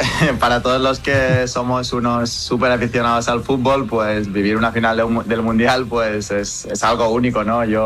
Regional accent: Spain; Y el fútbol es como buen español es el deporte rey.

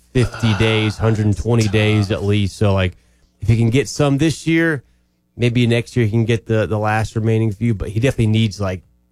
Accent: Greenville, South Carolina, United States; and I'm from Greenville, South Carolina. So you know, we're kind of Carolina boys.

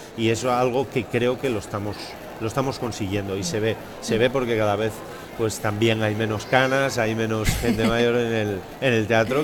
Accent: Avilés, Asturias, Spain; born or raised there

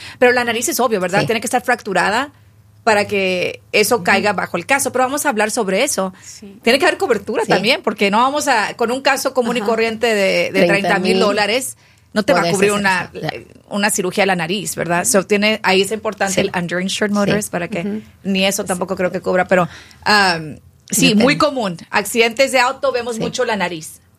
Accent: Corpus Christi, Texas, United States; born there; also born or lived in Houston; yo nací en Houston y mi mamá manejaba en México, pero en Houston no manejó. Y luego cuando nos fuimos a Corpus Christi

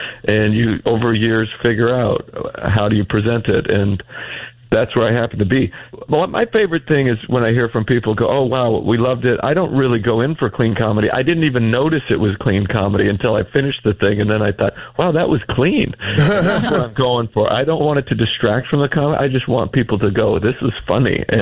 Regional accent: Idaho, United States; I grew up in a tiny little town in Idaho, a little farming town, a potato farming town in southeast Idaho, wow. About 1,000 people.

